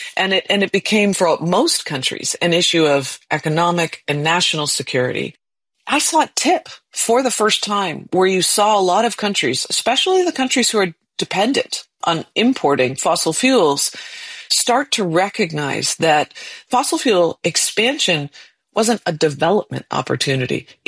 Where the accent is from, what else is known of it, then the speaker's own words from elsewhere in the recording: Canada; As a Canadian